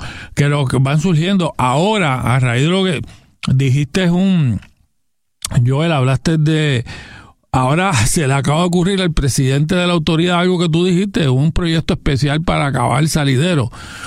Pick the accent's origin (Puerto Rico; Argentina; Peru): Puerto Rico; Gurabo; yo soy de Gurabo, uh-huh, y gran parte del lago Carraíso está en Gurabo, fundamentalmente en el barrio Aguas de Gurabo.